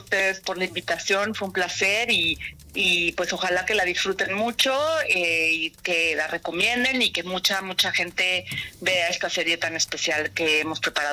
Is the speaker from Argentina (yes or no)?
no; Mexico; todos como mexicanos